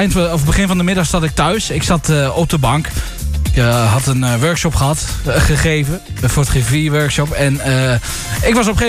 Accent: Netherlands; We zijn ook Nederlanders.

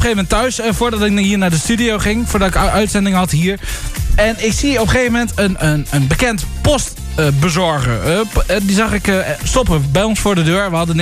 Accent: Netherlands; We zijn ook Nederlanders.

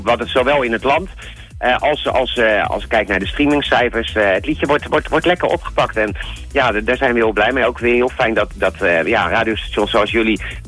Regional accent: Rotterdam, South Holland, Netherlands; Ik kom uit Rotterdam, van het westen van het land.

